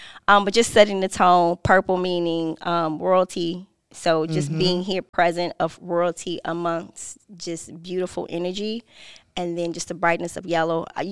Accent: Chicago, Illinois, United States; So I'm from Chicago, South Side.

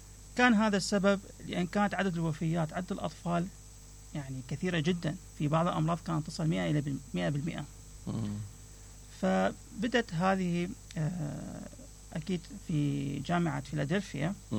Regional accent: Mosul, Nineveh, Iraq; نعم، أنا ولدت في مدينة الموصل.

